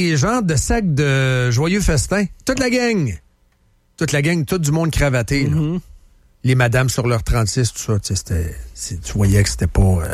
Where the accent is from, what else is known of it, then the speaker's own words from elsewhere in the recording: Charlesbourg, Quebec, Canada; moi je viens de Charlebourg en haut, tu sais ce que c'est, Charlebourg c'est grand, là.